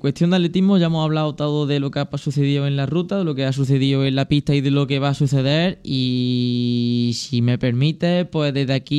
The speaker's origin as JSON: {"language": "Spanish", "region": "Andalusia", "country": "Spain", "said": "por mi tierra, de allí por el Valle de los Pedroches, Belalcázar, Hinojosa, etcétera."}